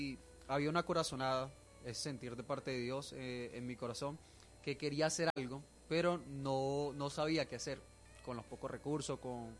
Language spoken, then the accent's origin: Spanish; Venezuela; estamos en esta causa que obviamente nos une como venezolanos